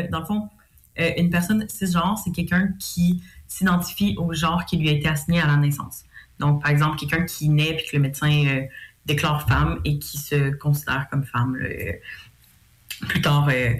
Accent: Quebec City, Quebec, Canada; moi je suis de Québec

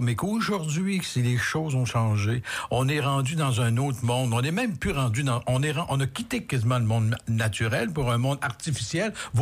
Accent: Canada; Chez nous, au Canada

